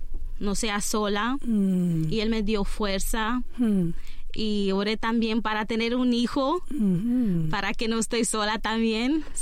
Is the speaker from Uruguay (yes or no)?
no; Romania; Spanish is a second language; moved away as an adult; now in Canada; mi esposo fue de aquí de Canadá y yo de Rumania